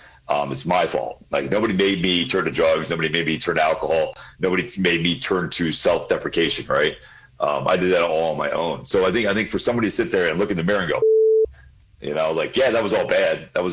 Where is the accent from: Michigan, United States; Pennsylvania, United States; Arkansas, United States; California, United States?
Pennsylvania, United States; Yeah, Pennsylvania. You can say Pennsylvania. I grew up in Pennsylvania, yes.